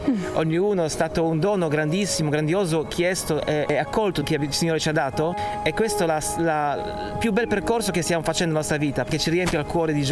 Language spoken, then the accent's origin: Italian; Poland; Italian is a second language; Io sono orgoglioso di essere polacco, vengo da questa terra che ha sofferto nei secoli tante cose brutte